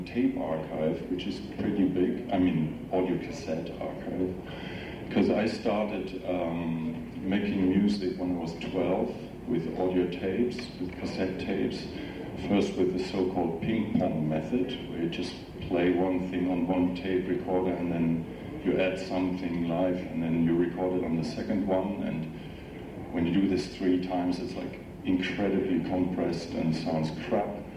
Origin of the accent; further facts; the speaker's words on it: Hamburg, Germany; English is a second language; I come from Hamburg, all the way far away.